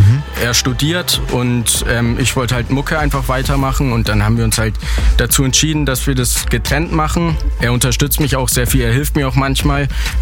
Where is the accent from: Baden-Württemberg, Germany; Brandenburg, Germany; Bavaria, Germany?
Bavaria, Germany; Wendelstein; wir kommen ursprünglich aus Wendelstein, wenn jetzt die wenigsten kennen